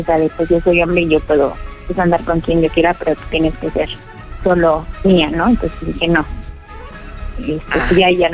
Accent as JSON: {"language": "Spanish", "town": "Iztapalapa", "region": "Mexico City", "country": "Mexico", "said": "Soy de Iztapalapa."}